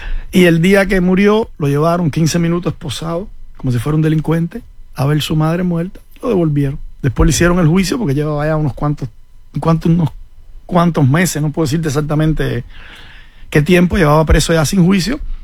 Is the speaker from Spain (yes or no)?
no; Cuba; moved away; En Cuba, en mi pueblo ahí, uno de los líderes más grandes o que más mediático era en la oposición en Cuba era de mi pueblo